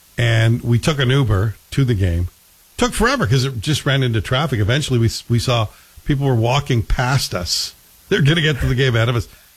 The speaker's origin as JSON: {"language": "English", "region": "Scotland", "country": "United Kingdom", "said": "Anyway, we don't care. We're Scottish. We just need a win."}